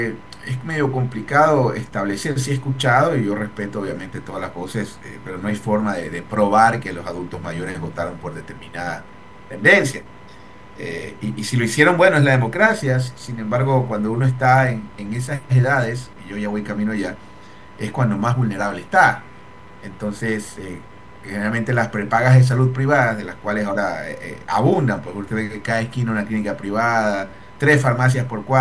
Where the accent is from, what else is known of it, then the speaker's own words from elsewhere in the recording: Columbe, Chimborazo, Ecuador; mi parroquia Columbe, de donde soy oriundo, en Colt.